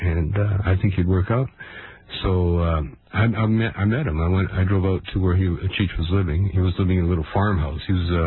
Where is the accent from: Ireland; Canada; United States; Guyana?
Canada; I'm Canadian.